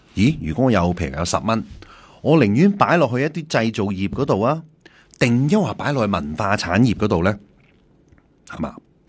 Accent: Canada; 如果但系我哋加拿大人去美国当然唔使啦。

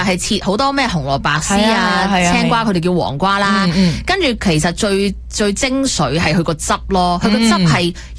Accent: Hong Kong; 佢又冇好似我哋香港人笃柠檬咧

